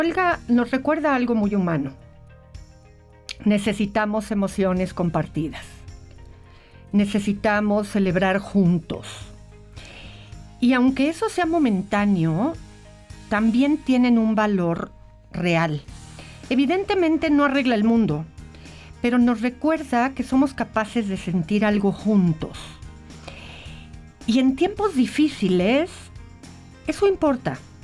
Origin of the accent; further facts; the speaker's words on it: Mexico; como mexicanos somos cálidos